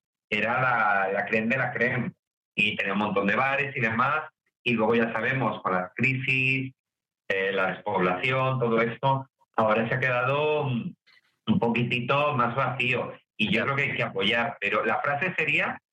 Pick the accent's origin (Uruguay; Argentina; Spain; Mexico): Spain; Santiago de Compostela, Galicia; born there; Santiago de Compostela, que yo nací allí, yo soy medio gallego y me encanta